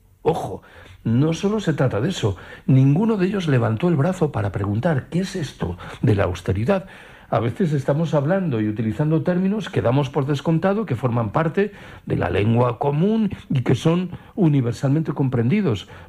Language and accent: Spanish; Galicia, Spain; Hace 3 meses estuve en Galicia, en mi tierra, en un instituto de bachillerato dando una charla sobre decrecimiento.